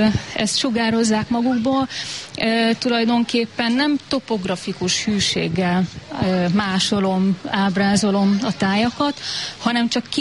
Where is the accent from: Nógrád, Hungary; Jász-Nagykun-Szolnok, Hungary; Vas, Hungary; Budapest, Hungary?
Jász-Nagykun-Szolnok, Hungary; Szolnok; born there; az alföldi festészet képviselői mindenképpen hatottak rám, és én mindig azt mondom, hogy nem hiába születtem oda, ahova születtem.